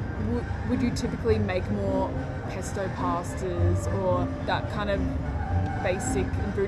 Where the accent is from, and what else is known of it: Australia